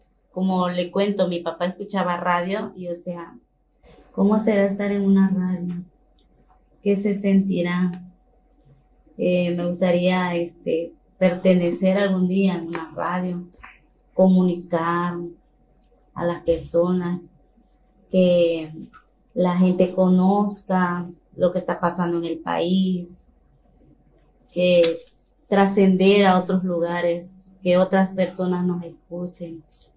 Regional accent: Tepetitán, Mexico; nací en Tepetitán, todo el tiempo he vivido ahí

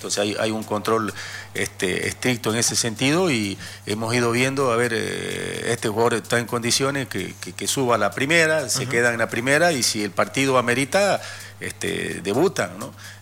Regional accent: Yacuiba, Tarija, Bolivia; en mi pueblo, en Yacuiba

